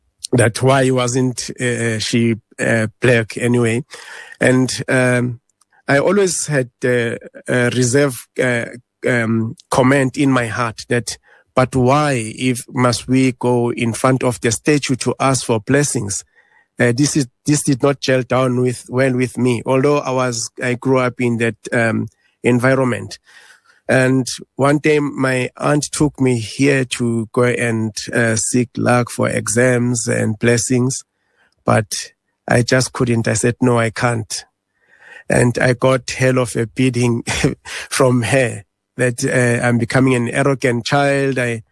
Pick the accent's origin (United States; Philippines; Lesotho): Lesotho; born there; also born or lived in South Africa; I grew up in Lesotho. My mom sent me to Lesotho because of trying to get rid of, trying to protect me from crime and so forth, because South Africa was rife at that time.